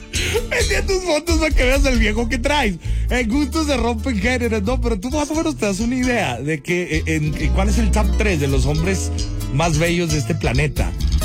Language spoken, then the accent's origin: Spanish; Mexico